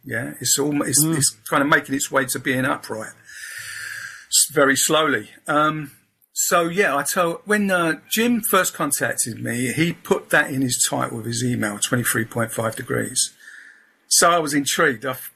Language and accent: English; Peckham, London, United Kingdom; accent: Southeast London; No, I was brought up in Peckham, London, Southeast London. So that's my accent.